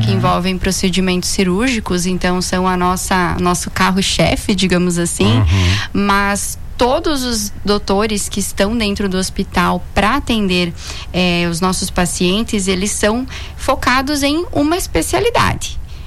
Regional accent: São Miguel do Oeste, Santa Catarina, Brazil; now in Blumenau, Brazil; Nós somos do Oeste de Santa Catarina.

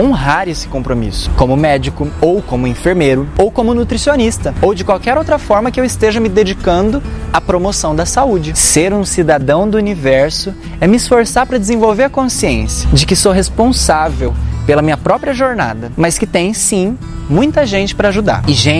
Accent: Cuiabá, Mato Grosso, Brazil; Parem de zoar meu sotaque, por gentileza. Eu sou cuiabano.

